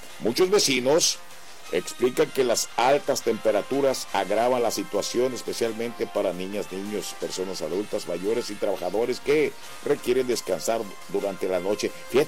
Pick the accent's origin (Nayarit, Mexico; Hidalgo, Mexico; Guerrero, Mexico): Nayarit, Mexico; Bahía de Banderas; Somos de acá de Bahía de Banderas.